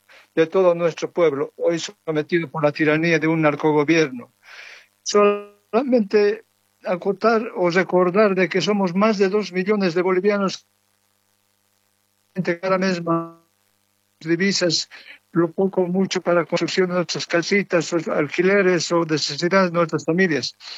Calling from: Sweden; llamo desde Suecia

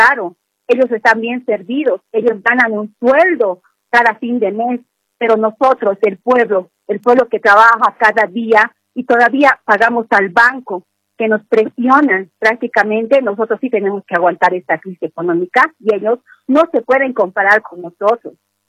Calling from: La Paz, Bolivia; desde la ciudad de La Paz, aquí de la zona norte, por la terminal.

